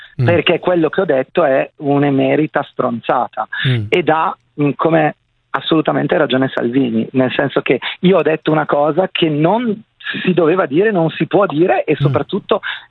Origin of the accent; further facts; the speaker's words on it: Lombardy, Italy; Io oltretutto sono della Valle Camonica